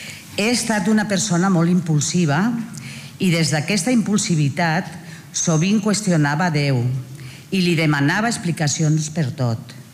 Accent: Barcelona, Catalonia, Spain; Soy de Barcelona. Qué alegría compartir con usted. He crecido en la fe cristiana.

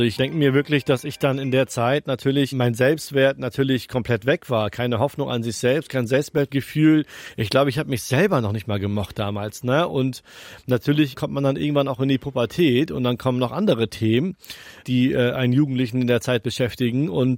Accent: Henstedt-Ulzburg, Schleswig-Holstein, Germany; born there; accent: Hochdeutsch; Ich habe zwar pakistanische Wurzeln, aber ich bin hier in Hensch-Ulzburg geboren, 88. Ich spreche Hochdeutsch.

